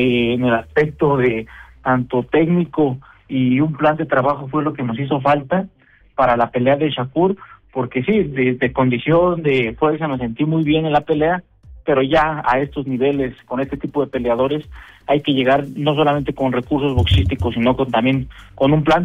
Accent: San Mateo Atenco, State of Mexico, Mexico; somos de San Mateo Atenco, la tierra del calzado

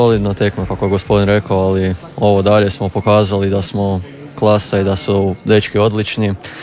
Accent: Gornja Stubica, Krapina-Zagorje County, Croatia; Ne, ja sam iz Gornje Stubice.

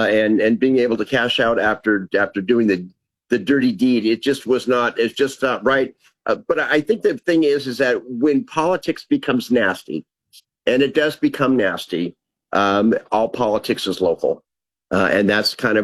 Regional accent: Cerritos, California, United States; Cerritos, my hometown, which I love dearly

